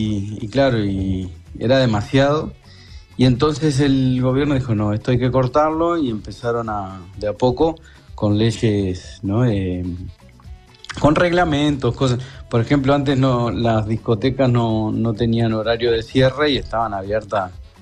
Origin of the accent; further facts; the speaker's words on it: Uruguay; moved away; yo cuando me fui en 1999, me fui de Uruguay, yo no había probado un alcaucil.